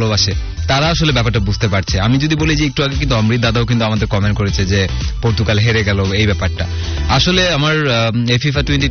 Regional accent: Bangladesh; আমরা যদি মানে বাংলাদেশি যারা আছি বা আমরা এই রিলিজনে যারা আছি

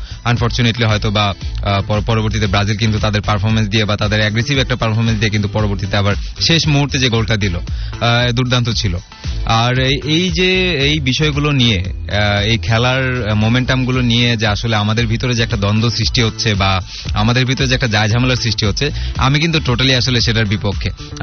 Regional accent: Bangladesh; আমরা বাংলাদেশি, আমাদের ন্যাশনালিটি বা আমাদের জাতীয়তা টোটালি ডিফারেন্ট।

